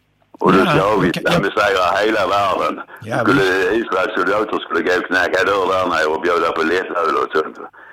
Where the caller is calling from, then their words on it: Sweden; Jag är glad för att jag är svensk.